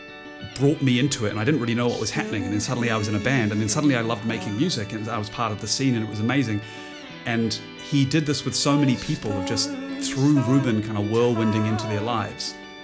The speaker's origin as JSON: {"language": "English", "region": "Auckland", "country": "New Zealand", "tie": "born or raised there", "also_born_or_lived": "Wellington", "said": "Like for me, I had lived in Wellington before, and I grew up in Auckland, so I'd lived in a different city"}